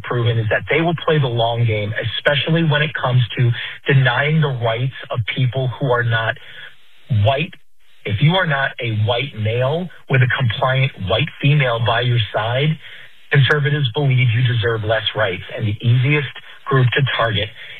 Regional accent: Davidson, North Carolina, United States; from Davidson, North Carolina.

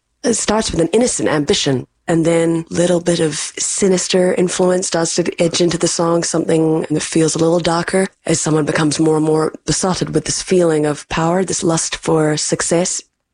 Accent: New Zealand; now in United States; as a New Zealander living in America

